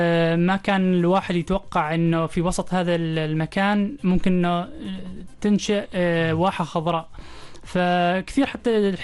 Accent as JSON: {"language": "Arabic", "country": "Oman"}